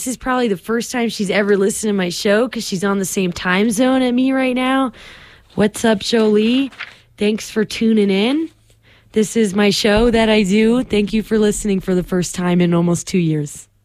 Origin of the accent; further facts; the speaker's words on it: Daytona Beach, Florida, United States; moved away; my hometown of Daytona Beach, Florida